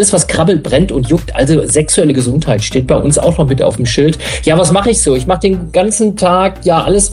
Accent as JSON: {"language": "German", "town": "Mülheim an der Ruhr", "region": "North Rhine-Westphalia", "country": "Germany", "said": "Und ihr wollt auch noch wissen, wo ich herkomme. Wenn ich jetzt sagen, wo ich herkomme, weiß wieder keiner, was das ist. Ich komme aus Mülheim an der Ruhr"}